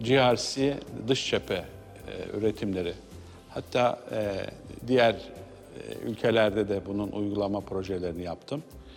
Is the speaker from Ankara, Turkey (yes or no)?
no; Hayrabolu, Tekirdağ, Turkey; born there; 1965 Hayrabolu doğumluyum.